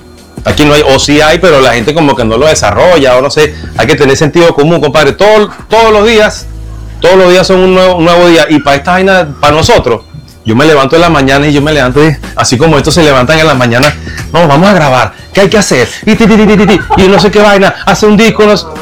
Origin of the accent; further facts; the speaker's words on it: Venezuela; Somos venezolanos. Vamos a partir por ahí de que somos venezolanos. Bueno, vamos a echarle bola porque somos venezolanos.